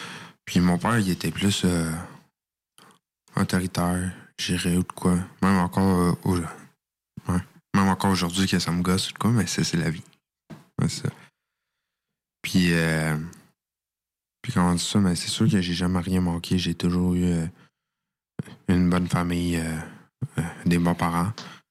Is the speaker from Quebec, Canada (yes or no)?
yes; Quebec, Canada; Moi, je viens de la Rive-Sud de Montréal aussi.